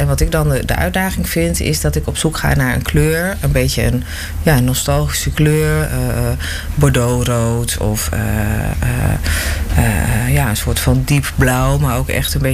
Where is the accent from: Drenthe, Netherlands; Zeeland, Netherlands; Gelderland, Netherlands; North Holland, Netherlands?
Drenthe, Netherlands; Beilen; moved away as an adult; also born or lived in Amersfoort; now in Zuidwolde, Netherlands; Op een gegeven moment weer terug naar het noorden. Want ik kom zelf ook hier vandaan. Ik kom uit Bijlen